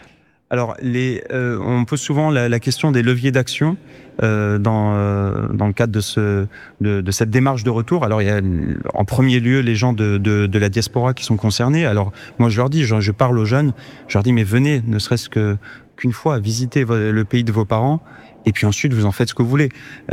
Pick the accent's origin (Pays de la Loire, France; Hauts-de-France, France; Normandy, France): Pays de la Loire, France; Nantes; moved away as an adult; now in Iraq; Moi-même, j'ai grandi à Nantes dans les années 2000, et j'étais dans une école chrétienne.